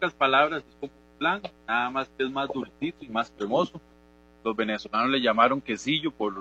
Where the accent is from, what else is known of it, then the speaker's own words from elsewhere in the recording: Guadalupe, Cartago, Costa Rica; Yo soy de Guadalupe, Cartago.